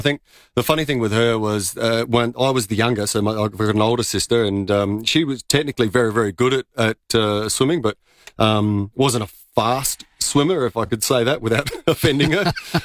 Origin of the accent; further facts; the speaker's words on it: Modbury, South Australia, Australia; Modbury I grew up in.